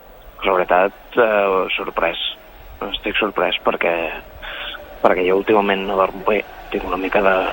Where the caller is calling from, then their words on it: Sant Boi de Llobregat, Catalonia, Spain; Jo d'aquí, que soc de Sant Boi de fa 20 anys o 30 anys que visc aquí